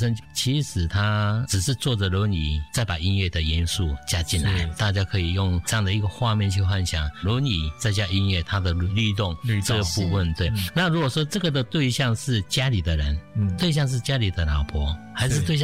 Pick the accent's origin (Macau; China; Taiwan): Taiwan; Taichung; also born or lived in Kaohsiung; now in Taipei, Taiwan; 我是台中长大的小孩子，然后第一个工作是在高雄，后来有机会到台北。